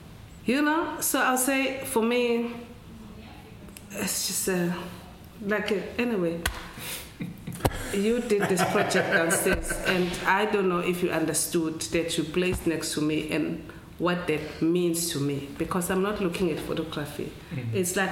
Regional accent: South Africa; first language Zulu; English is a second language; I have to transfer it into my mother tongue, which is Zulu, before I get back to you

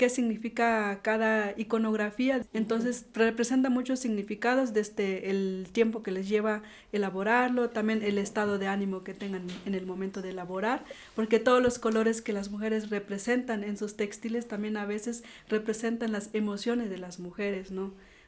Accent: Chiapas, Mexico; Bueno, actualmente somos 260 mujeres de los Altos de Chiapas.

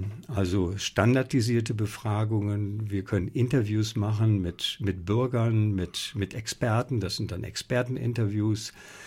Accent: Iserlohn, North Rhine-Westphalia, Germany; born there; Ja, Iserlohn. Iserlohn, das ist in Südwestfalen, 100.000 Einwohner.

